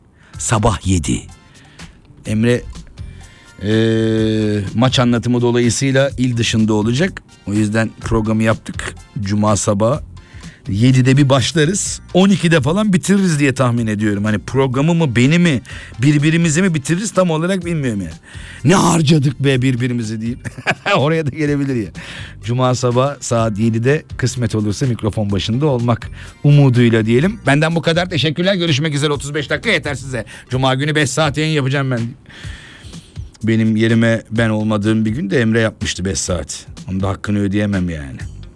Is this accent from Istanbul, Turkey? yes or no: no; İzmit, Kocaeli, Turkey; Ben o dönemlerde o Seka'nın yetiştirdiği biri olarak söyleyeyim doğma büyüme.